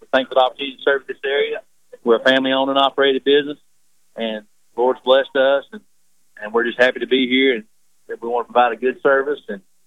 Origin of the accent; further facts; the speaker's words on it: King, North Carolina, United States; I'm from New King.